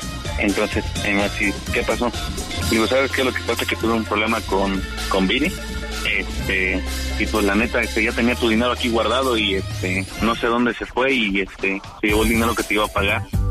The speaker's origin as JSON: {"language": "Spanish", "region": "Querétaro", "country": "Mexico", "said": "con la licencia que tengo y con la credencial, pues se dan cuenta que soy de aquí de Querétaro."}